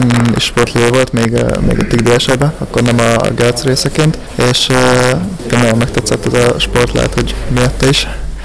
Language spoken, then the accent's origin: Hungarian; Gödöllő, Pest, Hungary; ugye én gödöllői vagyok